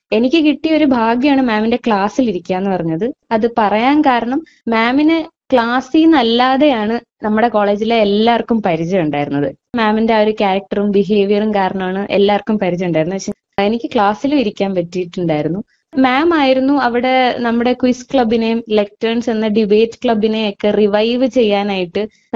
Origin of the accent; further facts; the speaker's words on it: Thiruvananthapuram, Kerala, India; ഞാൻ നേമം തിരുവനന്തപുരം സ്വദേശിയാണ്.